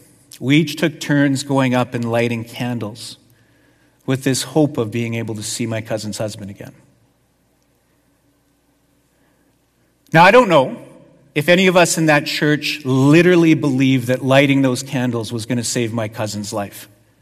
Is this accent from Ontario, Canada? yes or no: no; Winnipeg, Manitoba, Canada; I come from Winnipeg. I know that the Manitoba landscape can be very harsh.